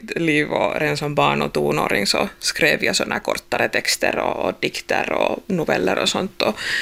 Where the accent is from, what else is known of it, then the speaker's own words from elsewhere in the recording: Bjärnå, Uusimaa, Finland; born there; jag tror nästan halva min barndom alltså på Pibban i Bjärnå.